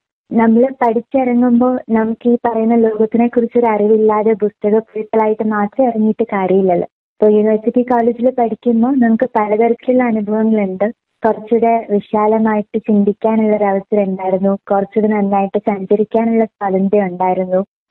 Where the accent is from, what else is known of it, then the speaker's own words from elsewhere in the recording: Balaramapuram, Kerala, India; ഞാൻ ബാലരാമപുരം സ്വദേശിനിയാണ്.